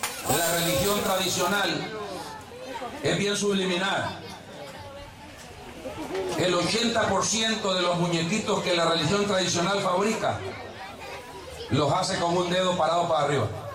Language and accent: Spanish; El Salvador; Soy salvadoreño